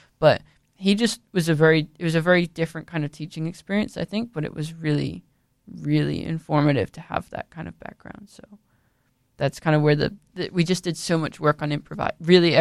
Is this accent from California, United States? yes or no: yes; California, United States; I grew up in California